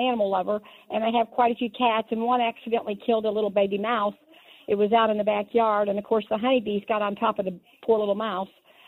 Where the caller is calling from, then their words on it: Machesney Park, Illinois, United States; I'm in McChesney Park. It's a little suburb outside of Rockford